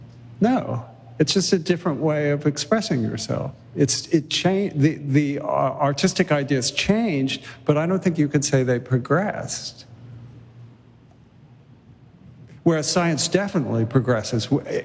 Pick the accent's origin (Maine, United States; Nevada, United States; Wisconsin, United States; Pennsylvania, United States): Pennsylvania, United States; Well, we came from Pennsylvania into New York.